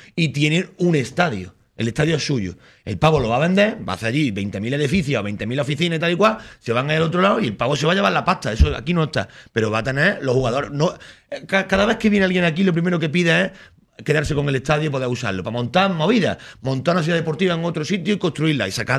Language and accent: Spanish; Córdoba, Andalusia, Spain; yo soy cordobés por encima de cordobesista